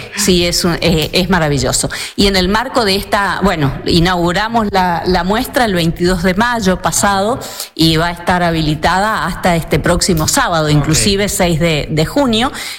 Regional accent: Presidencia Roque Sáenz Peña, Chaco, Argentina; un compoblano mío, sanespeñense

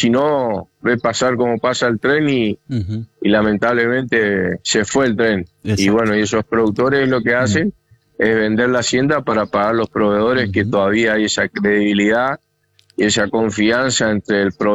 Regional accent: Santa Lucía, Corrientes, Argentina; yo soy de Santa Lucía, o sea, es departamental.

